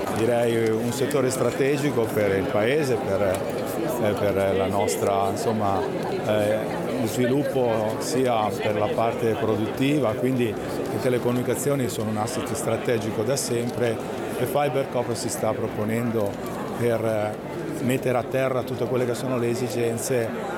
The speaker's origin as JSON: {"language": "Italian", "town": "La Spezia", "region": "Liguria", "country": "Italy", "said": "vengo dalla Spezia e sono stato premiato quest'anno con l'onorificenza di maestro del lavoro."}